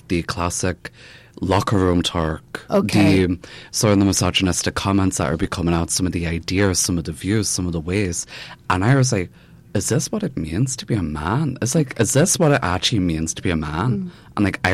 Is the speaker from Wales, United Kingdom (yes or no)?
no; Belfast, Northern Ireland, United Kingdom; growing up in Belfast and growing up when I did